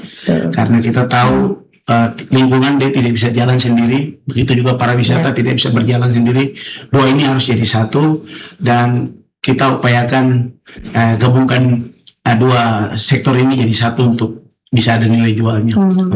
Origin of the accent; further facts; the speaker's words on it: Papua, Indonesia; now in Manokwari, Indonesia; kami di Manokwari Papua Barat